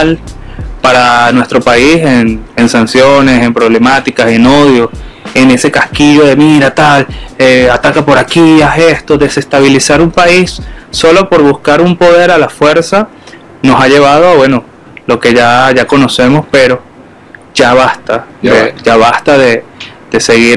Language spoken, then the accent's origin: Spanish; Venezuela; como venezolanos nosotros tenemos